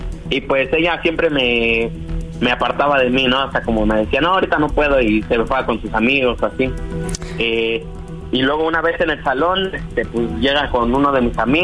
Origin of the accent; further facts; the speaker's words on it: Ecatepec de Morelos, State of Mexico, Mexico; Tengo 19 años, me llamo aquí del Ecatepec de Morelos.